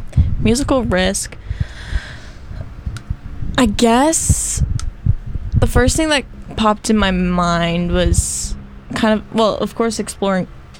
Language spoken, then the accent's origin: English; Greenville, United States; they came to my hometown, right, in Greenville